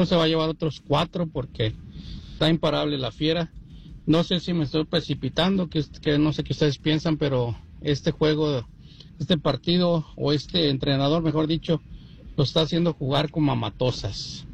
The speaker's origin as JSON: {"language": "Spanish", "town": "León", "region": "Guanajuato", "country": "Mexico", "tie": "born or raised there", "said": "de mi tierra, León, Guanajuato"}